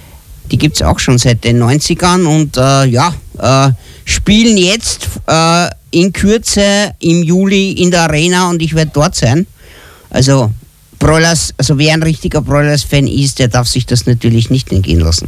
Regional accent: Korneuburg, Lower Austria, Austria; bei uns in Korneuburg war das so, wir haben 40 Grad gehabt

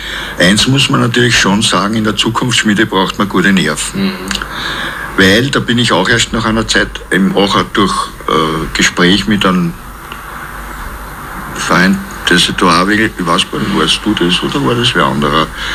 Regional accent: Krems, Lower Austria, Austria; Wie gesagt, ich bin in Krems aufgewachsen.

